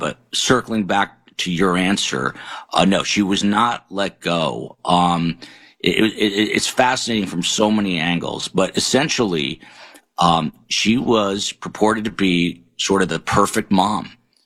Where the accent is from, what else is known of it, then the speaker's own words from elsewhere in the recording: New Jersey, United States; I was a kid mainly in the 80s, but I was a very young kid in the 70s, and I grew up in New Jersey, and I remember my parents taking me into Manhattan through the Lincoln Tunnel